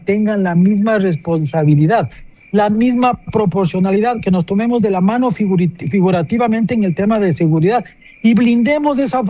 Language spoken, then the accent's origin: Spanish; Ecuador; soy ecuatoriano